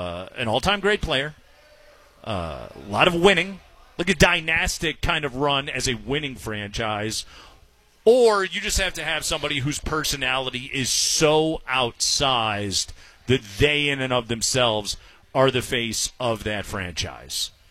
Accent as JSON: {"language": "English", "town": "Chicago", "region": "Illinois", "country": "United States", "said": "you know I'm from Chicago. I grew up a Bears fan."}